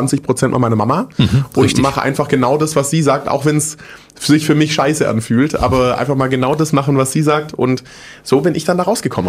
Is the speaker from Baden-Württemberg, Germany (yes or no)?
yes; Großbottwar, Baden-Württemberg, Germany; also born or lived in Stuttgart / Frankfurt; Ich bin in Stuttgart geboren, bin in so einem Kaff aufgewachsen, das heißt Großbottwar.